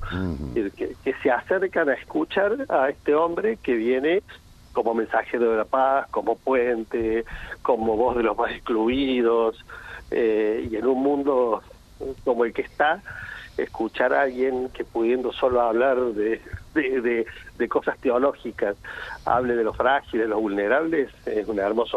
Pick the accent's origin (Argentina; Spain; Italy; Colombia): Argentina; esa parte saca lo mejor de nosotros como argentinos, ¿no?